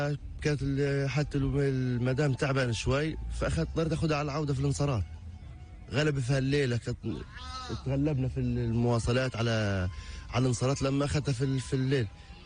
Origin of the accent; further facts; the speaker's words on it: Gaza, Gaza Strip, Palestine; ولا حتى الآن ما في علاج عندنا في غزة إن نعالج جراحة مخ وأعصاب